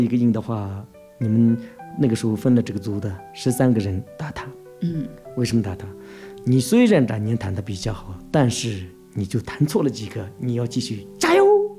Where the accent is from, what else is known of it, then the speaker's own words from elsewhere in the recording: Shigatse, Tibet, China; 我是来自热格泽的